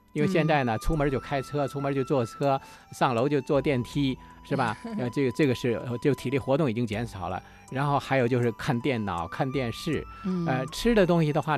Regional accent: China; 对于我们中国人来说的话呢

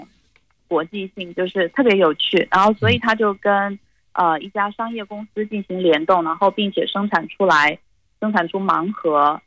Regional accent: Quanzhou, Fujian, China; 而改革开放以后呢，我们泉州又一次回到了现在不敢说完全的这个世界海洋商贸中心

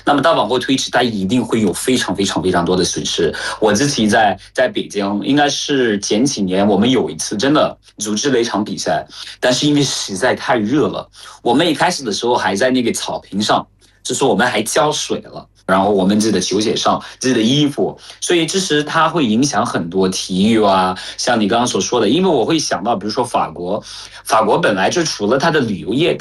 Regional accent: Cameroon

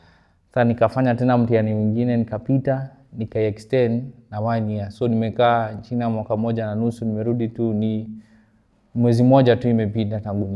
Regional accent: Nairobi, Kenya; Swahili is a second language; moved away as an adult; mimi ni kijana nimelelewa Kibera. Nimelelewa huko

